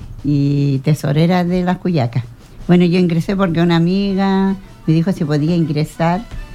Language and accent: Spanish; Chile; Nosotros somos las cuyacas, solo somos chilenas.